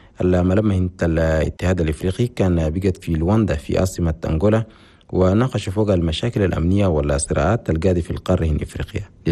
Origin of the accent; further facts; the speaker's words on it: Chad; بلدنا تشاد